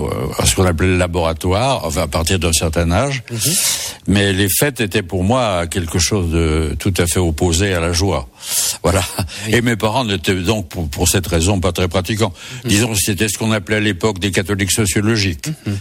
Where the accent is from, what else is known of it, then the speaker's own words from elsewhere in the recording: Saint-Étienne, Auvergne-Rhône-Alpes, France; je suis originaire d'une ville en sinistrée qui est Saint-Étienne, qui jadis était une ville quand j'étais enfant très prospère, qui aujourd'hui est au, je dirais pas au fond du gouffre